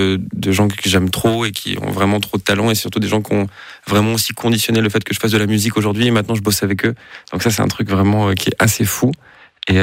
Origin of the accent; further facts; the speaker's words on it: Alpe d'Huez, Auvergne-Rhône-Alpes, France; Et Musilac, et en plus, moi, je suis donc de l'Alpe d'Huez, donc ma mère habite pas très loin d'Aix-les-Bains, où se passe le festival.